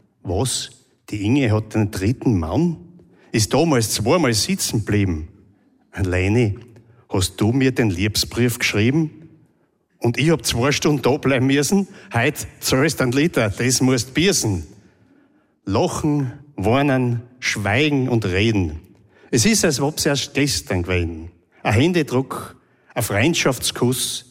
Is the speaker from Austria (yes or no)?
yes; St. Johann am Tauern, Styria, Austria; St. Johann am Tauern, weil dort bin ich aufgewachsen und in die Volksschule gegangen. Mit 14 Jahren dann nach Steins übersiedelt und jetzt habe ich 57 Jahre Weststeirisch gelernt